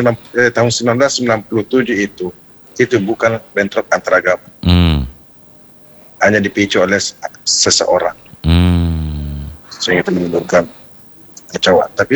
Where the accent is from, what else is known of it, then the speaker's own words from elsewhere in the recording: South Sulawesi, Indonesia; kita orang Bugis